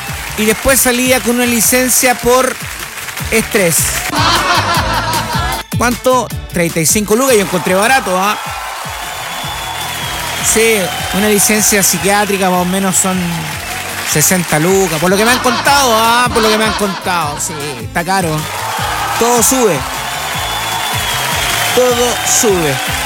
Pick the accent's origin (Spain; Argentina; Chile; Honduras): Chile